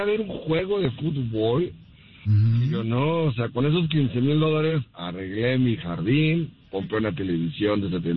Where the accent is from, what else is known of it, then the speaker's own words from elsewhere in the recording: Mexico; Que jugó el Mundial de México 86, que es de allá de donde soy yo.